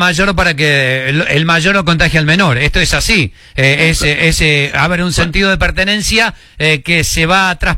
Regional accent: San Marcos Sud, Córdoba, Argentina; Yo soy, soy natural, nacido en el interior de la provincia de Córdoba

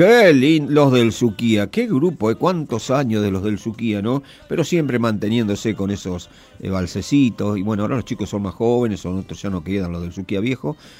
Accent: Córdoba, Argentina; soy de Córdoba también

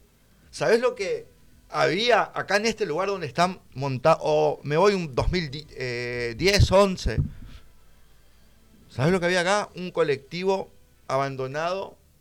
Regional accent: Reconquista, Santa Fe, Argentina; un privilegiado de vivir en una ciudad

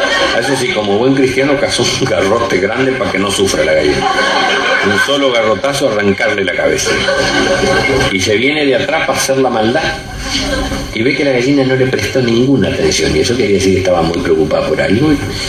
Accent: Villa Ángela, Chaco, Argentina; moved away; Mi pueblo... Villángela Chaco, que es la tercera ciudad del Chaco, no es ningún pueblo, es una ciudad. Cumplimos 75 años el otro día en mayo. Estamos a 210 kilómetros del río más cerca. Y en Villángela hay club de pescadores.

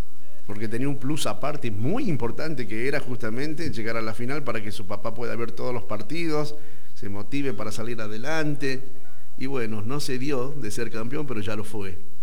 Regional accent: Argentina; a nosotros los argentinos

